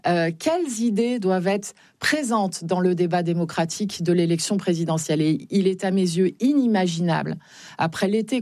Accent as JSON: {"language": "French", "region": "Nouvelle-Aquitaine", "country": "France", "said": "Moi, chez moi, en Deux-Sèvres, la courbe de la disparition des oiseaux et des insectes et la courbe de la perte du nombre d'exploitants agricoles, c'est exactement la même."}